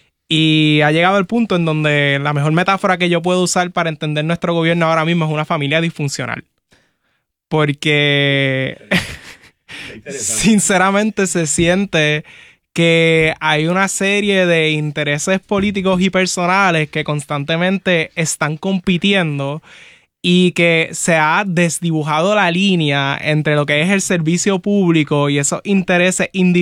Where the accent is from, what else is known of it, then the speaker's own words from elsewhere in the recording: Puerto Rico; como puertorriqueño ahora mismo, como joven